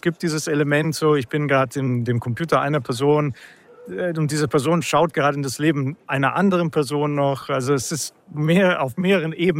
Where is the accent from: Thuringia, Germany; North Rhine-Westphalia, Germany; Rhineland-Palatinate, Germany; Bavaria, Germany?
Bavaria, Germany; Munich; ich komme aus München